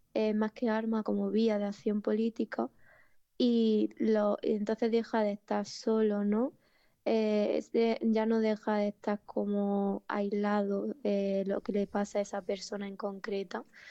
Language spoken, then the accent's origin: Spanish; Granada, Andalusia, Spain; soy de ahí de Granada, capital de, bueno, de un pueblito de por ahí.